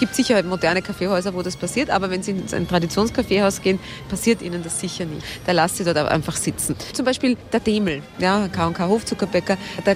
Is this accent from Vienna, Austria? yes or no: yes; Vienna, Austria; als Wiener